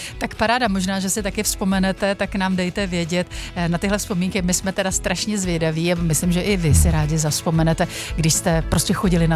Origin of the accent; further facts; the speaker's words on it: Liberec, Liberec Region, Czechia; Já si třeba pamatuju, že v Liberci, odkud pocházím, tak tam na Šaldově náměstí